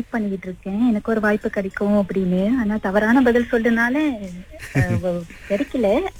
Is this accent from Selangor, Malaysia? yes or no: yes; Damansara, Selangor, Malaysia; moved away as an adult; now in Sungai Buloh, Malaysia; நான் பிறந்தது வளர்ந்தது எல்லாம் டமன்சாராவில தான். திருமணத்திற்கு பிறகு சில ஆண்டுகள் டமன்சாராவில தான் இருந்தேன். கடந்த 5 வருடங்கள் சொந்த வீடு வாங்கிட்டு இங்க சுங்கைப்புலுவுக்கு வந்துட்டோம்.